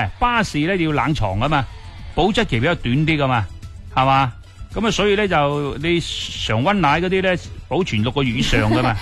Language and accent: Cantonese; Guangdong, China; 凡系我哋广东人煲嗰啲汤啊